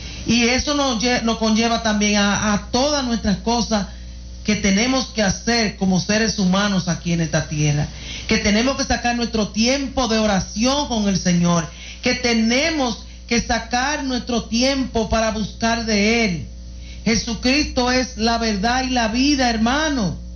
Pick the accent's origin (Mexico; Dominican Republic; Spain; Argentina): Dominican Republic; Santiago de los Caballeros, Santiago; si estamos en Santiago, si somos santiagueros aquí?